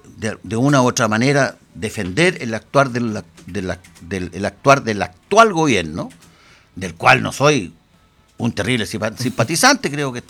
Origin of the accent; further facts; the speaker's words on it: Chile; esto va a lo que nosotros somos los chilenos, que es lo importante. Aquí los chilenos somos todos chilenos, somos todos hermanos.